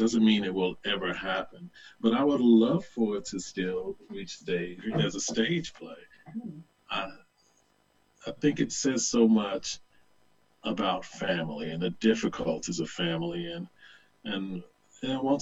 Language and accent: English; the South, United States; It would be impossible not to. I grew up in a Bible Belt, and it's who I was. It's who I continue to be in many ways.